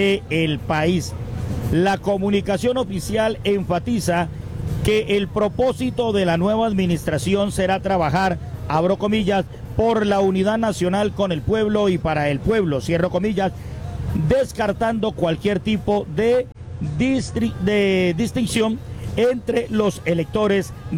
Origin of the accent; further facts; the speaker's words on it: Cali, Valle del Cauca, Colombia; yo como caleño